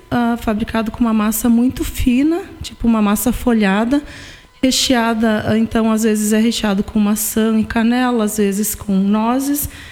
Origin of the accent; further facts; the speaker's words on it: Iporã, Brazil; moved away as an adult; also born or lived in Porto Alegre; eu sou daqui, do interior de Iporã mesmo, mas eu morei por muitos anos em Porto Alegre. Mas agora já faz 3 anos que a gente tem a loja aqui em Iporã